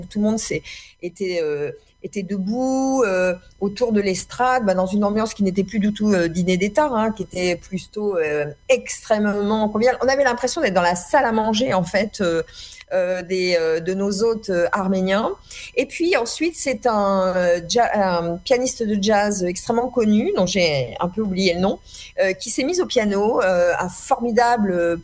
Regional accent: France; Évidemment, moi, en tant que Française d'origine arménienne, je n'ai pas à, à commenter les options politiques de Nikol Pachinian.

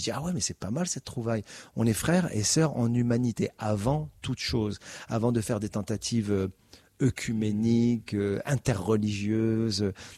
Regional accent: Casablanca, Casablanca-Settat, Morocco; moved away; C'est la ville natale, oui. C'est là où j'ai grandi, c'est là où j'ai été élevé. Très vite, je pars pour le Canada.

